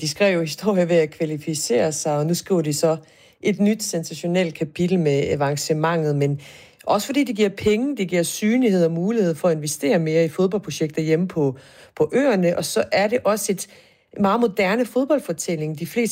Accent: Bosnia & Herzegovina; også i Bosnien, hvor jeg kommer fra, hvor en stor del af holdet er født uden for landet

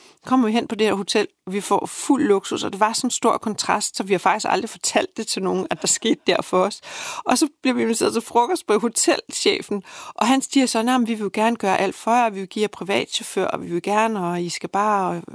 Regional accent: Haslev, Zealand, Denmark; moved away; at komme fra Haslev og Køgeområdet

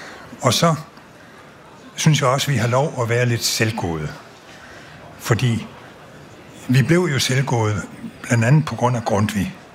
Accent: Region of Southern Denmark, Denmark; Og jeg er jo dansk sønderjyde. Og i Sønderjylland, der har man ingen fordomme mod tyskere, tværtimod.

